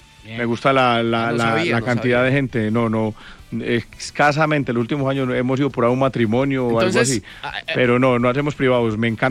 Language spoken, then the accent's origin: Spanish; Colombia; Papi, yo soy colombiano, güey, yo acabo de andar.